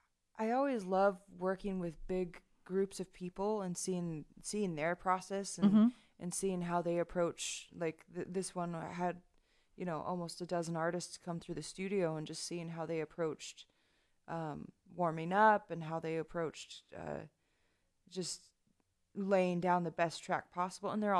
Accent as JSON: {"language": "English", "region": "Colorado", "country": "United States", "moved": "yes", "said": "both of us are from the West. She's from New Mexico. I'm from Colorado. And both of us have our families back home."}